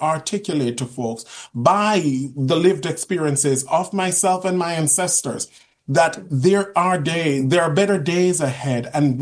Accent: Jamaica; And I'm from Jamaica. Jamaica is rough. I came from a single mother's home.

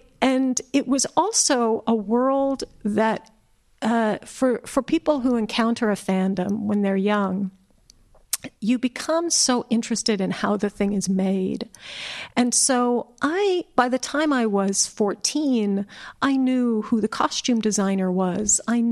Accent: Kansas, United States; I grew up in Kansas, and my parents are culture vultures.

